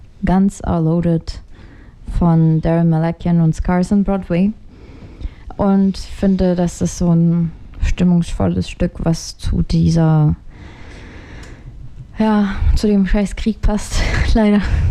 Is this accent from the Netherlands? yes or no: no; Ukraine; German is a second language; now in Germany; weil in meinem Heimatland der Ukraine Krieg ist